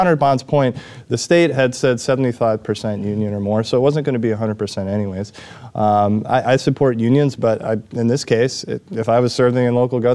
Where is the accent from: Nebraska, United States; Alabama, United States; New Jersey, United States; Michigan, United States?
New Jersey, United States; moved away; And I'm from New Jersey.